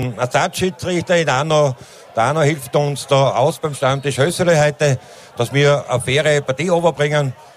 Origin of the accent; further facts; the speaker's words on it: Styria, Austria; seit mir als Steirer eben einfach runter